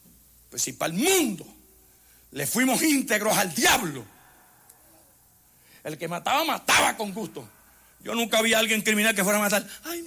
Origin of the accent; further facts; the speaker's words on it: Puerto Rico; Yo soy puertorriqueño, sopórteme.